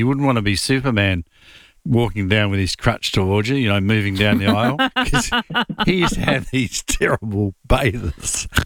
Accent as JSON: {"language": "English", "country": "Australia", "tie": "born or raised there", "said": "I mean, these were things that, as Australian kids, we're going, God, where do you get those from?"}